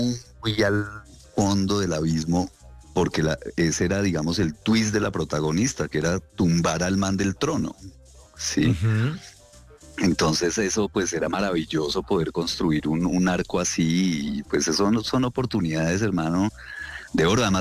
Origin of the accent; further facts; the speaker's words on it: Manizales, Caldas, Colombia; mi infancia en Manizales. Yo me crié en Manizales en los 80s